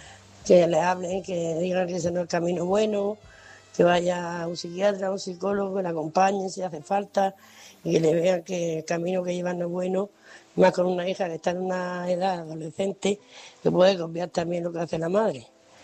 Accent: Murcia, Region of Murcia, Spain; de Murcia y quería aconsejar a Carmen

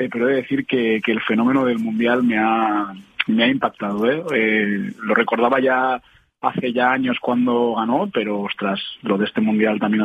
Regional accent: Spain; simplemente soy español

